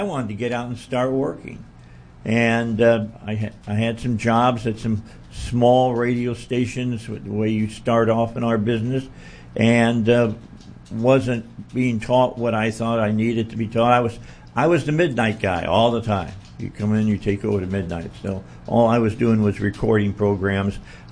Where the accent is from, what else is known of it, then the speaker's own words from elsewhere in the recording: Midwest, United States; I grew up in the United States when California still was a great state.